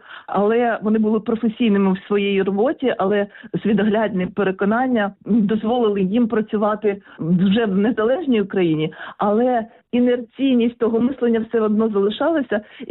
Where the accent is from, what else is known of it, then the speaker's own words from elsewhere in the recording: Kyiv, Ukraine; коли я я корінна киянка, і ми з батьком їхали в тролейбусі по вулиці Васильківській